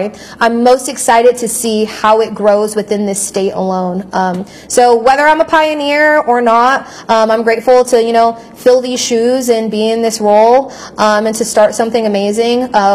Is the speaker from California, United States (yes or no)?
yes; California, United States; now in West Virginia, United States; my home state, California